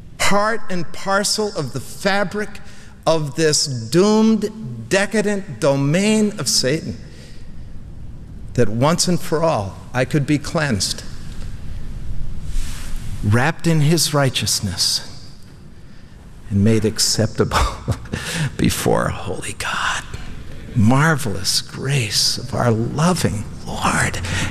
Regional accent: New Jersey, United States; I remember as a boy, I grew up in North Jersey, just outside of New York City.

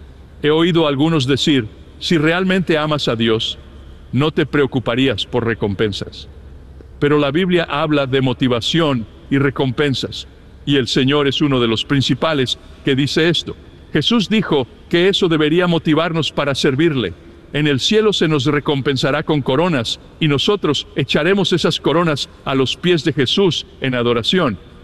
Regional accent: Toledo, Ohio, United States; born there; now in Southern California, United States

